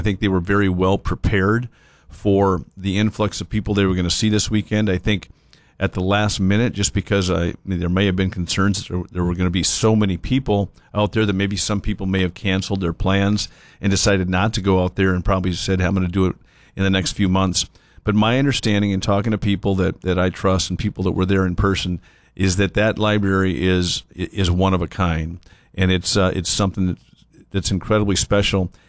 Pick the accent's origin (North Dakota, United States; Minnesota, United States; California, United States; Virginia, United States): North Dakota, United States; this humble guy that was born and raised in North Dakota.